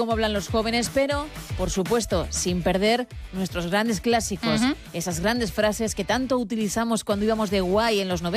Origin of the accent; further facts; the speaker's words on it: Italy; Spanish is a second language; Yo ya sabéis, por mi tierra, por Italia.